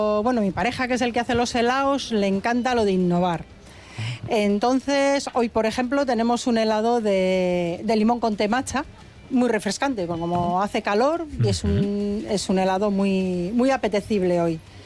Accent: Astigarraga, Basque Country, Spain; nosotros somos de Astigarraga

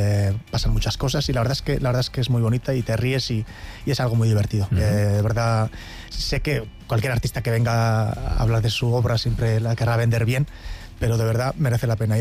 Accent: Elgoibar, Basque Country, Spain; en mi pueblo, en el Goibar.

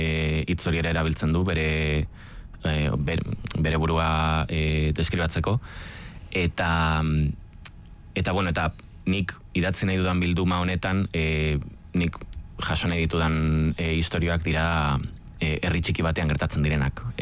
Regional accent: Vitoria-Gasteiz, Basque Country, Spain; ni gasteiztarra naiz, ni kalekumea naiz ere bai

